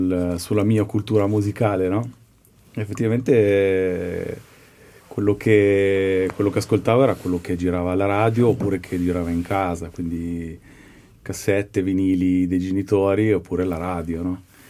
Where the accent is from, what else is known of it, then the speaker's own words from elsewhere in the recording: Koper, Slovene Istria, Slovenia; Io sono nato a Capodistria, quindi cresciuto proprio in quella zona lì